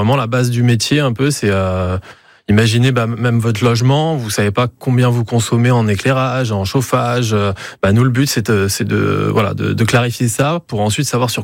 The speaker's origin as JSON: {"language": "French", "region": "Île-de-France", "country": "France", "moved": "as an adult", "lives_now": "Chambéry, France", "said": "je viens de la région parisienne, oui. Mais ça fait depuis très longtemps que je veux m'installer dans la région et les montagnes. Moi, je suis quelqu'un qui aime bien les montagnes. Et donc maintenant, ça fait 6 ans que je suis à Chambéry"}